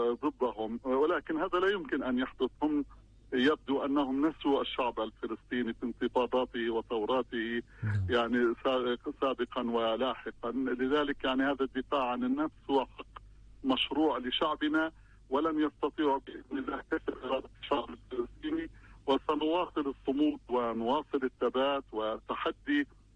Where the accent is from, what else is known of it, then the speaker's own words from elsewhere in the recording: Palestine; يواجهون إرادة صلبة لنا كفلسطينيين